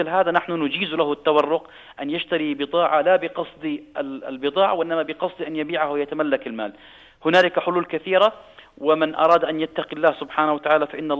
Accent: Jordan; في بلدنا الأردن

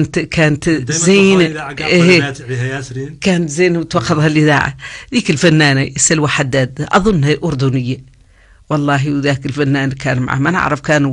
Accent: Mauritania; ونحن هون موريتاني

